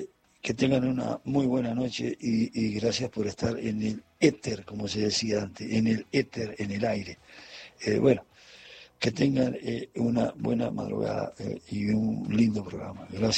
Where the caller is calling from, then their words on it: Punta Alta, Buenos Aires Province, Argentina; desde acá de mi terruño … de mi terruño acá en el sur de la provincia de Buenos Aires, Punta Alta.